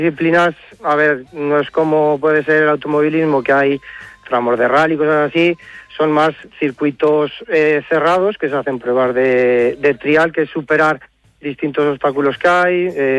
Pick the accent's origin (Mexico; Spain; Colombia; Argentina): Spain; Cella, Aragon; somos prácticamente todos de Cella.